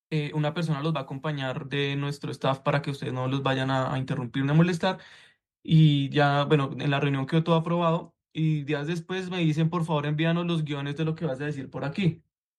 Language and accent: Spanish; Colombia; los colombianos hemos sido pioneros en literatura y en un montón de cosas